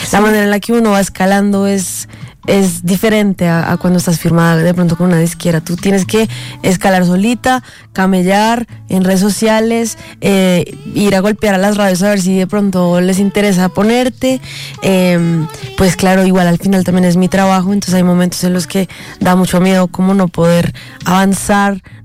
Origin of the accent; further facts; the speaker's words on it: Bogotá, Colombia; Yo soy bogotana, como decías tú.